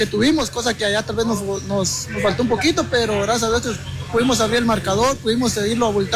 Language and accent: Spanish; Guatemala; uno como Chapín sueña